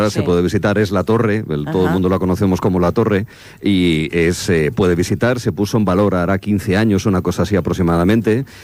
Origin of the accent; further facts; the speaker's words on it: Cantabrian coast, Spain; para los que somos del Cantábrico y esto, la emigración interior de los años 60, 70, de muchísima gente que se fue a trabajar a Madrid, a Cataluña, País Vasco, Asturias también, bueno, pues digamos que yo soy hijo de aquella emigración